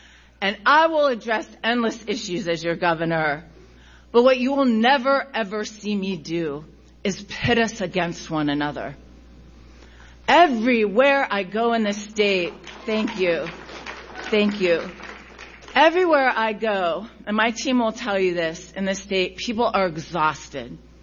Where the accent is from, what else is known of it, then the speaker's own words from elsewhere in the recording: Youngstown, Ohio, United States; Growing up in Youngstown, we didn't know what party you were. We knew what union you were in.